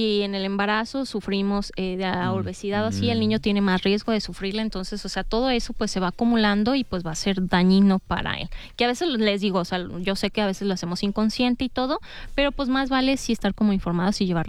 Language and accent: Spanish; Mexico; Somos bien paneros, o sea, como buenos mexicanos, ¿verdad?